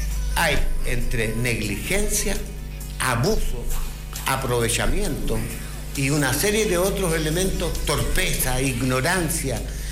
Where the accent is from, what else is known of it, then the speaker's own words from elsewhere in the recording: Angol, Araucanía, Chile; Todo el mundo que conocemos, que sabemos, que somos parte de Angol